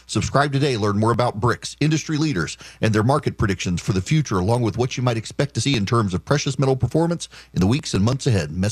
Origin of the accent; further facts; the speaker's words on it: Georgia, United States; But if you're in Georgia, my home state, I'm not there today.